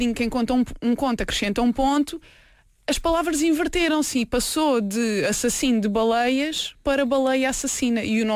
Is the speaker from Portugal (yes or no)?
yes; Vila Nova de Milfontes, Alentejo, Portugal; eu não cresci na cidade, eu cresci numa vila pescatória, em Mil Fontes.